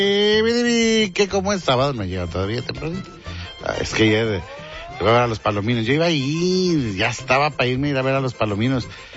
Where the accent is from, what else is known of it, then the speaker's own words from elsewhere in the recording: Escobedo, Nuevo León, Mexico; Yo soy de Escobedo